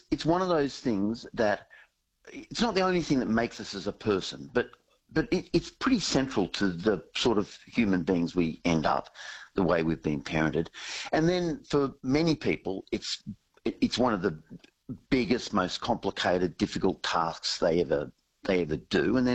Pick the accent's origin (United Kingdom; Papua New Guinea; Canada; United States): Papua New Guinea; And I grew up in Papua New Guinea